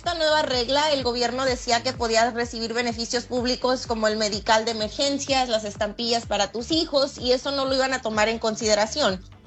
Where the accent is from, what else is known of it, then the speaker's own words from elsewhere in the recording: Uruapan, Michoacán, Mexico; No, yo nací en Michoacán, yo nací en Uruapan.